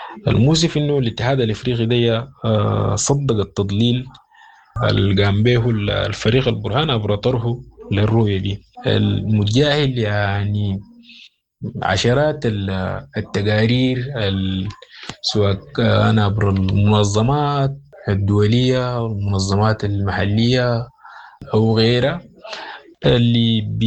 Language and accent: Arabic; Sudan; كسودانيين